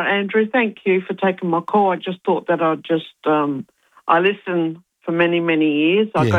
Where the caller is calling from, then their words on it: Adelaide, South Australia, Australia; we came home from Cairns to Adelaide